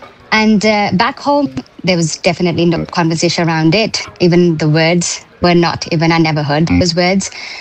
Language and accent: English; India; moved away as an adult; now in London, United Kingdom; So I was born and raised in India. I came over to the UK at the age of 22 in 2003 when I got married.